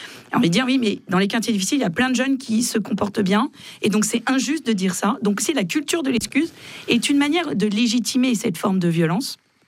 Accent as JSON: {"language": "French", "town": "Nanterre", "region": "Île-de-France", "country": "France", "said": "moi, je suis de Nanterre, pas de police municipale."}